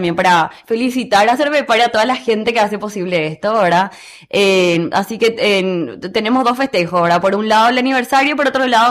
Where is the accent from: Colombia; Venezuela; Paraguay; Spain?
Paraguay; cuando nosotros somos paraguayos